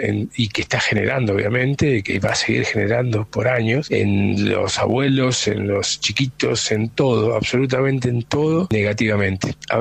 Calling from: San Carlos de Bariloche, Río Negro, Argentina; de Bariloche.

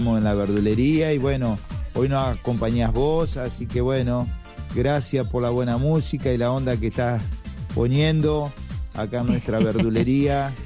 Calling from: Paraná, Entre Ríos, Argentina; de Paraná, acá estamos en Paraná

